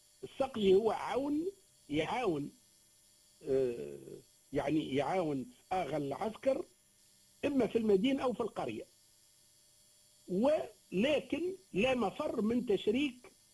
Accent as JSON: {"language": "Arabic", "town": "Gafsa", "region": "Gafsa Governorate", "country": "Tunisia", "said": "القبرصلي عندنا في قفصة"}